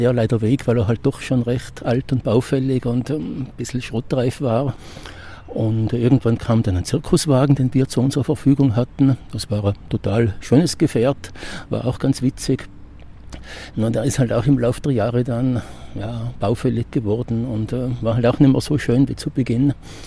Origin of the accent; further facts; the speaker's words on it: Tyrol, Austria; born there; ich komme aus Tirol